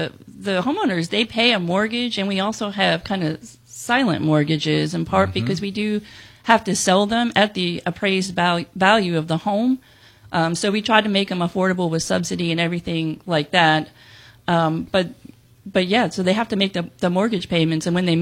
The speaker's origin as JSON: {"language": "English", "area": "Flagler County", "region": "Florida", "country": "United States", "tie": "born or raised there", "also_born_or_lived": "New Jersey", "said": "I came here as a four-year-old from New Jersey, like many people. and so I went to the schools here, and I grew up here in Flagler County."}